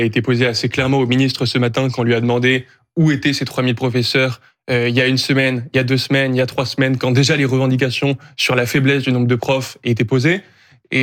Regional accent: Occitanie, France; je viens d'un département rural, je viens du Tarn.

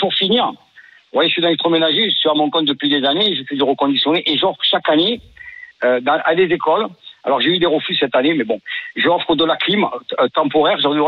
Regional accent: Nîmes, Occitanie, France; je suis à Nîmes depuis toujours.

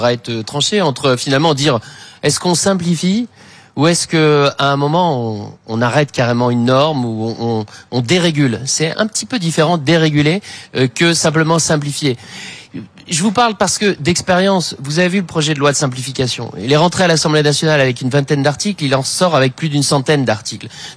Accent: Chalon-sur-Saône, Bourgogne-Franche-Comté, France; Chez moi à Chalon-sur-Saône

